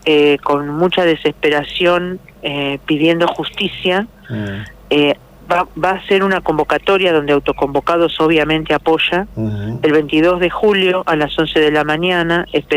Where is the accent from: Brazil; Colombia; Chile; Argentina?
Argentina; Merlo, Buenos Aires Province; yo soy oriunda de Merlo y tengo mi familia acá